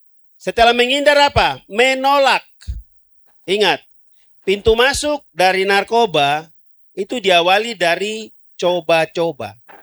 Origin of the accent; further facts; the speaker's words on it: West Papua, Indonesia; also born or lived in Wosi; Dulu saya juga anak Amban seperti kalian, kecil-kecil di Amban.